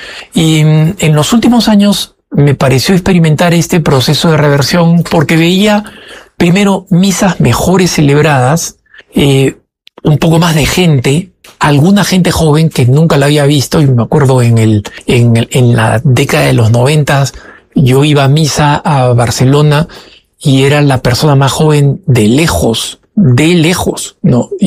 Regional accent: Peru; born there; also born or lived in Argentina; Yo recibí la nacionalidad española en el momento en que nací, ¿no? Nací en el Perú.

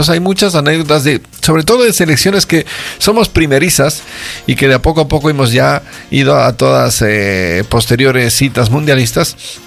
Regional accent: Ecuador

